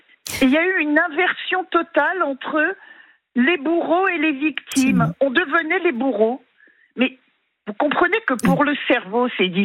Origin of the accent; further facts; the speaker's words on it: France; Moi, je vis en France depuis toujours, je suis française